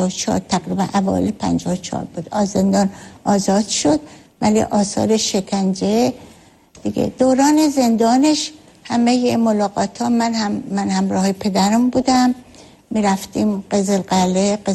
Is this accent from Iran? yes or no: yes; Shiraz, Fars, Iran; از شیراز هستم